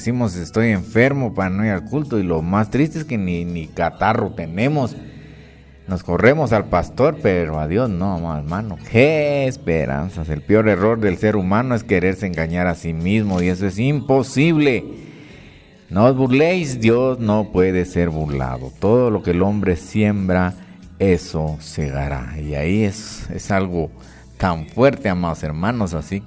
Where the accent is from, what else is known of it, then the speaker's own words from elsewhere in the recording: San Pedro Necta, Huehuetenango, Guatemala; moved away; ayer estuve ya por las tierras de San Pedro Neta, mi pueblo